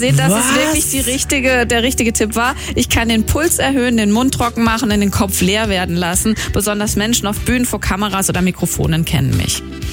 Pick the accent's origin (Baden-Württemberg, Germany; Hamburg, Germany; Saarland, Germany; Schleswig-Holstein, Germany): Baden-Württemberg, Germany; Freiburg; Ich bin nämlich auch im Mooswald aufgewachsen.